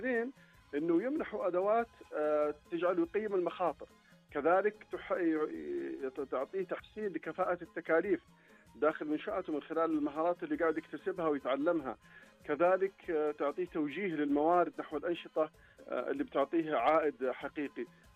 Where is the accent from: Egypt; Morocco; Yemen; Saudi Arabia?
Saudi Arabia; إحنا سعوديين